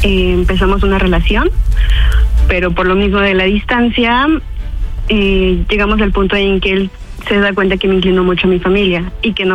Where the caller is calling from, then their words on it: Ecatepec de Morelos, State of Mexico, Mexico; Tengo 31 años y soy de Ecatepec de Morelos.